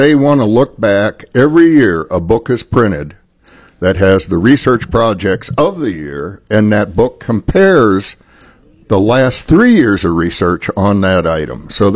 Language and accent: English; Iowa, United States; I'm from Fayette County